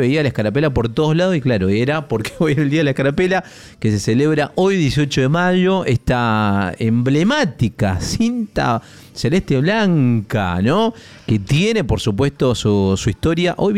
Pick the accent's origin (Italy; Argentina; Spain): Argentina; somos, sí, argentinos